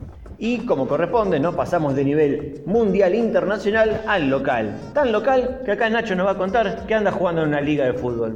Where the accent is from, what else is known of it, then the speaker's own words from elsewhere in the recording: Rosario, Santa Fe, Argentina; born there; yo nací en Rosario y trabajaba para la Municipalidad de Rosario en los playones deportivos